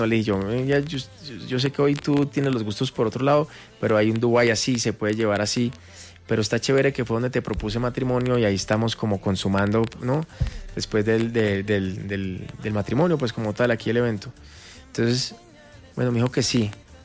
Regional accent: Colombia; Pensé en mi tierra. ¿Sabes qué pasó? Como que era más fácil que bajáramos nosotros cuatro a hacer mover media Colombia para allá

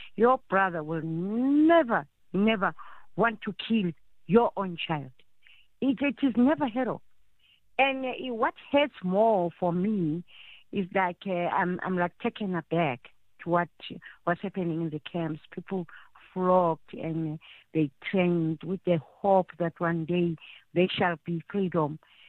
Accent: Soweto, Gauteng, South Africa; born there; I was in Soweto at home where I was born in Pulo yesterday.

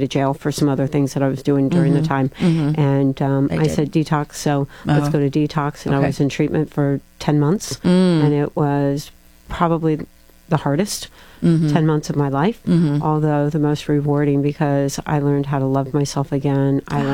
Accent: Indiana, United States; And we grew up in Indiana. And so I knew what volunteering felt like.

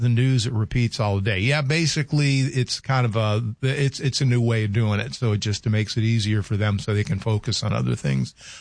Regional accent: the South, United States; born or raised there

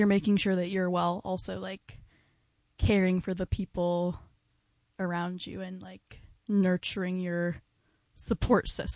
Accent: California, United States; Yeah, like I said, I'm from California, haven't really spent any extended time in the Hudson Valley.

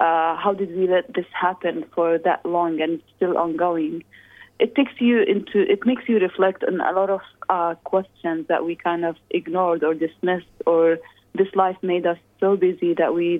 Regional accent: Jordan; And me as a Palestinian who was born and raised in Jordan, I can't wait to return to my homeland.

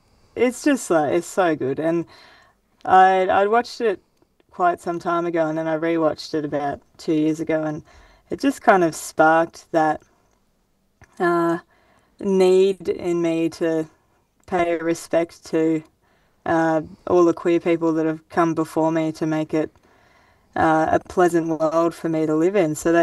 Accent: Grafton, New South Wales, Australia; No, well, I grew up in Grafton. It's like a small town, about 25,000 to 30,000 people, northern New South Wales.

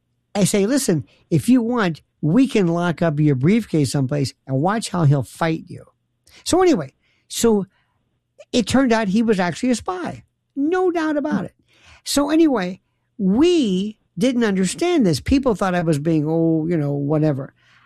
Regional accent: Tampa, Florida, United States; I was born in Tampa, and we have a huge Cuban population

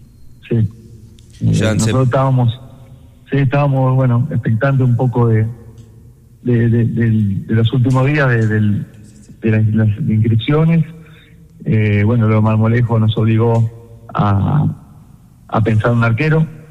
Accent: Uruguay; Bueno, soy uruguayo, como ustedes decían

